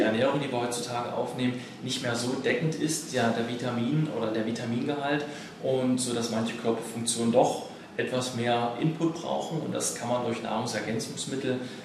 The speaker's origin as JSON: {"language": "German", "town": "Halle", "region": "Saxony-Anhalt", "country": "Germany", "said": "Ich komme aus Halle und hatte halt in dem Umkreis geschaut"}